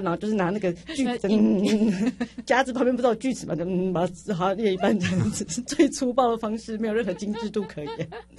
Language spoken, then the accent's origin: Chinese; Taiwan; 我们乡下老鼠对于台北的认知都是住公寓啊